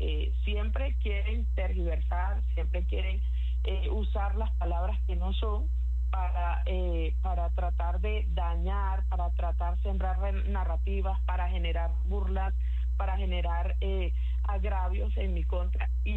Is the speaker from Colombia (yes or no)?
yes; Colombia; instaurarse en Estados Unidos una narrativa como me lo hicieron aquí en Colombia, como lo han instaurado aquí en mi país.